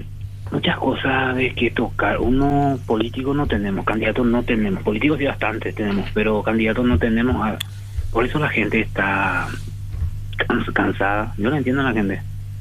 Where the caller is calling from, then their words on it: Areguá, Central, Paraguay; yo soy de Areguala